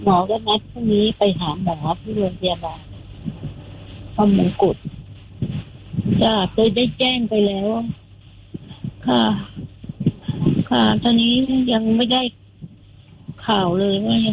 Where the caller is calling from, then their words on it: Bangkok, Thailand; อยู่กรุงเทพ